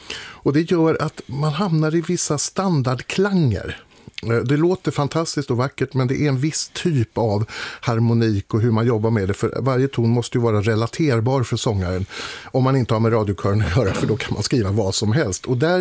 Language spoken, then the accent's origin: Swedish; Uppland, Sweden; även vi upplänningar uppskattade också mycket